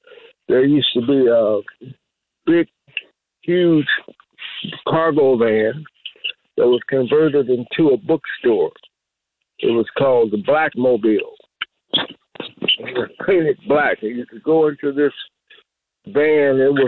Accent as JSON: {"language": "English", "town": "Compton", "region": "California", "country": "United States", "tie": "born or raised there", "said": "And I was I grew up in Compton, California, and I went to Centennial High School."}